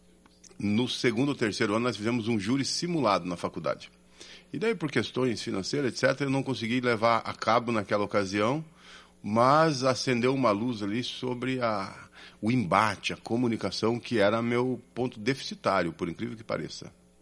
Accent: São João do Ivaí, Paraná, Brazil; born there; Sou paranaense. Nascido no interior do Paraná, São João do Ivaí, aquela região.

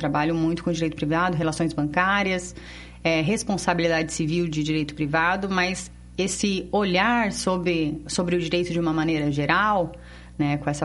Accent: Florianópolis, Santa Catarina, Brazil; also born or lived in São José; Eu sou nascida em Florianópolis. Na verdade, São José, do ladinho de Florianópolis, mas vivi minha adolescência, minha infância em Florianópolis.

